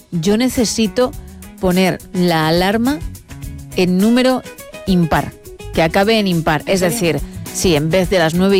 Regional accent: Campania, Italy; Spanish is a second language; io non sono di Roma, he de decir. Soy de cerca de Positano.

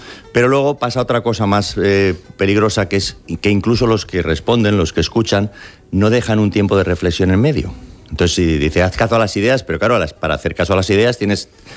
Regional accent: Spain; now in United States; Sí, porque yo soy ciudadano americano, soy español, porque nací aquí y tal, y fui al Colegio de los Sagrados Corazones

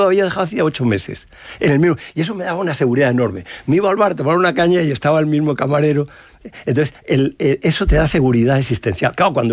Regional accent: Madrid, Community of Madrid, Spain; now in Salamanca, Spain; yo soy madrileño y ahora estoy adoptado en Salamanca por la cátedra, ¿no?

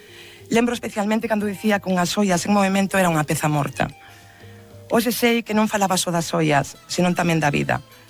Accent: Santiago de Compostela, Galicia, Spain; pois son compostelá, e porque pertenzo a un gremio que leva séculos formando parte da identidade de Santiago e do patrimonio cultural de Galicia, a Uribería. A miña historia comenzou nun pequeno obradoiro de Vistalegre, o barrio onde medrei.

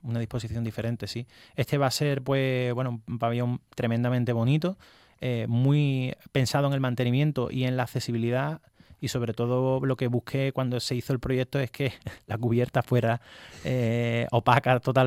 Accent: Cádiz, Andalusia, Spain

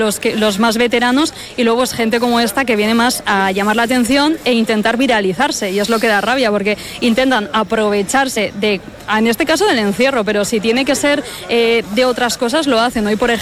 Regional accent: Navarre, Spain; lo majos que somos y los navarros

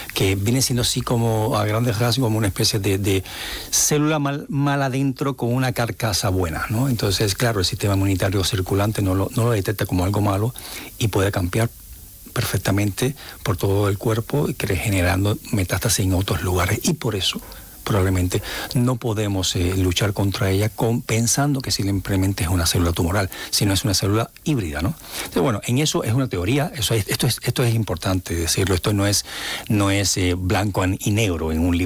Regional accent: Cuba; accent: Cuban; moved away; yo soy cubano, como te puedes dar cuenta de por mi acento, aunque llevo 32 años en este país, y este es mi país, de hecho

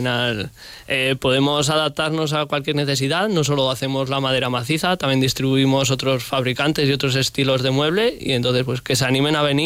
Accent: Tricio, La Rioja, Spain; Somos de Tricio, además de todas las generaciones, vivimos allá en Tricio

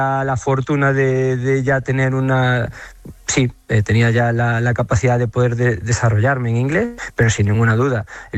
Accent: Ourense, Galicia, Spain; also born or lived in A Coruña; now in Istanbul, Turkey; Yo es que soy de Ourense, como tú has dicho, pero yo me voy a estudiar la universidad

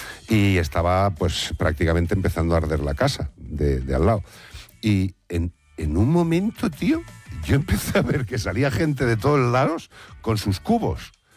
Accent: Spain; Yo soy español.

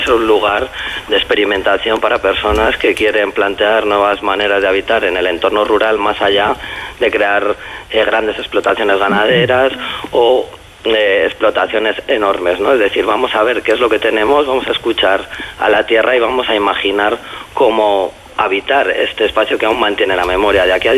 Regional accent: Berlanga de Duero, Castile and León, Spain; also born or lived in Salamanca; pueblo de Berlangadero con una densidad de población de 800 habitantes, pues sí que realicé la ESO en mi pueblo, luego tuve que ir a Burgo de Osma, un pueblo más grande.

